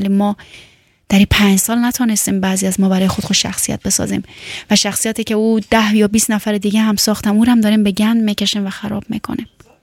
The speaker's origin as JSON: {"language": "Persian", "country": "Afghanistan", "said": "چون وقتی که میگی من از افغانستان هستم، هموطنان تو انقدر گل کاشتن که تو دیگه جایی نمیبینی که حرف بزنی"}